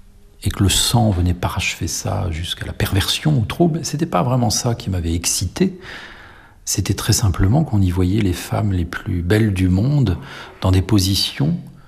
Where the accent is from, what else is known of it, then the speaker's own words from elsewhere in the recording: Rennes, Brittany, France; moved away; j'étais rennais, je suis né à Rennes, j'ai fait mes études là-bas à Rennes